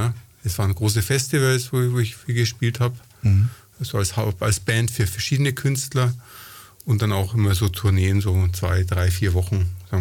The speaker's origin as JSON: {"language": "German", "town": "Nuremberg", "region": "Bavaria", "country": "Germany", "tie": "born there", "also_born_or_lived": "Ingolstadt", "moved": "yes", "said": "Nein, ich bin ein gebürtiger Nürnberger tatsächlich."}